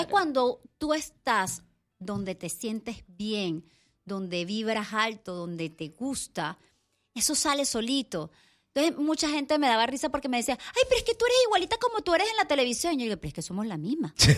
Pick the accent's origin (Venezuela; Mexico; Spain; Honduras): Venezuela; moved away